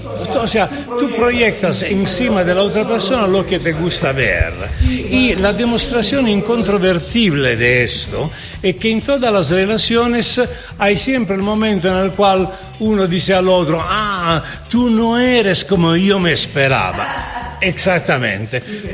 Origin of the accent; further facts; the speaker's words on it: Italy; Spanish is a second language; Soy un pinche italiano, efectivamente.